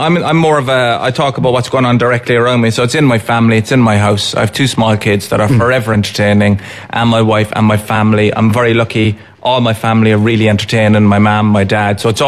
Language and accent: English; Cork, Munster, Ireland; No, like, this is the thing, like, some people will go, did they get you outside Cork? I'm like, I'm speaking English.